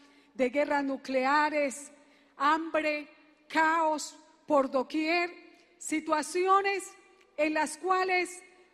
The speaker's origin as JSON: {"language": "Spanish", "country": "Colombia", "said": "como lo hemos oído en nuestra amada patria, Colombia."}